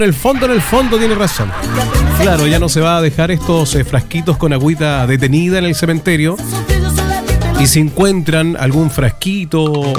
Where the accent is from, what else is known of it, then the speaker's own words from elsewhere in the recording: Chile; Claro, si somos chilenos al final y al cabo, en la buena y en la mala. Somos chilenos.